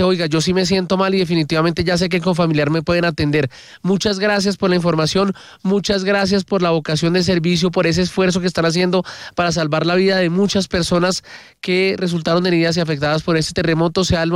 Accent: Colombia; todos somos colombianos

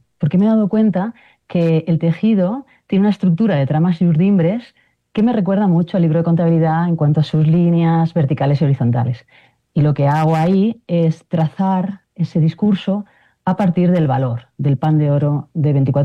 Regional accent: Spain; soy española

